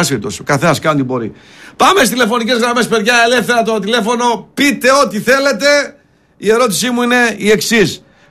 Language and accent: Greek; Thessaloniki, Central Macedonia, Greece; Ήρθαμε και στη Θεσσαλονίκη για να μην κάνει παράπονα η πόλη μου.